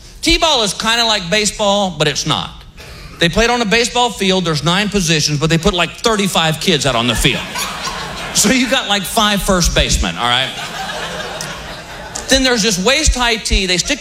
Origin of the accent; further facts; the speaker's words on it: Texas, United States; And I go, "Oh, I'm from Texas. We'll be the Texas Rangers."